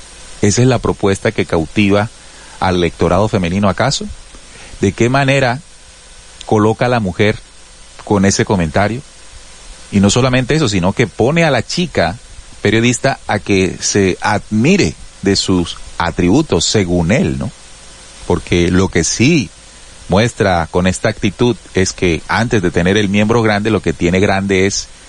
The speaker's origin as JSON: {"language": "Spanish", "region": "Caribbean coast", "country": "Colombia", "said": "No, yo soy costeño también. Y seguramente yo, cuando esté con mis amigos, voy a utilizar la jerga costeña y todo el cuento."}